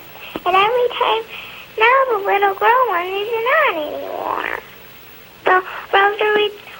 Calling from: Tonawanda, New York, United States; Tonawanda, New York.

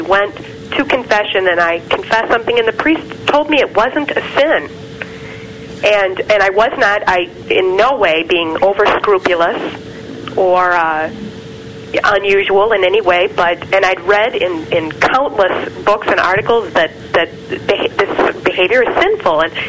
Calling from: Milwaukee, Wisconsin, United States; I'm from Milwaukee, Wisconsin.

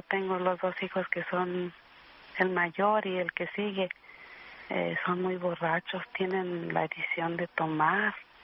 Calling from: Austin, Texas, United States; Soy de aquí de Austin, Texas.

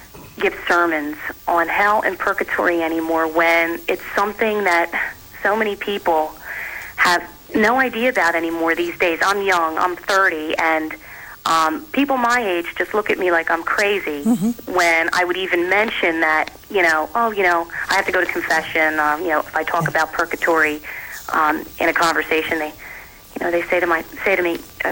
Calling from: Philadelphia, Pennsylvania, United States; I'm from Philadelphia, Pennsylvania, outside.

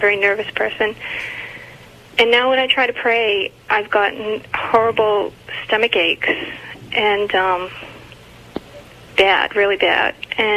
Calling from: Massachusetts, United States; I'm from Massachusetts.

